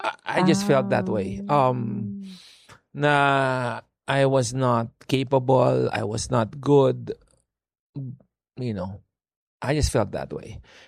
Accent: San Pablo, Laguna, Philippines; Laking ano ko, Laguna. Tagalog ako, taga San Pablo, Laguna.

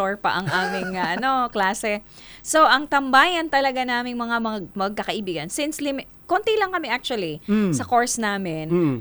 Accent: Tiwi, Bicol Region, Philippines; Uy, my hometown.

